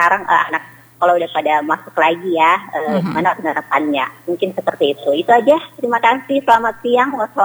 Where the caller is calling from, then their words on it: Tolitoli, Central Sulawesi, Indonesia; di Kabupaten Toli-Toli, daerah saya